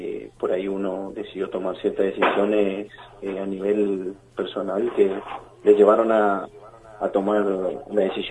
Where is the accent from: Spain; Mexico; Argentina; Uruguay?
Argentina; Resistencia, Chaco; Sí, o sea, yo soy de la provincia de Resistencia, soy chaqueño.